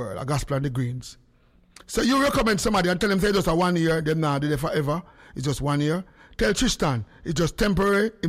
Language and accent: English; Jamaica; now in Palm Beach, United States; I come from Jamaica to be...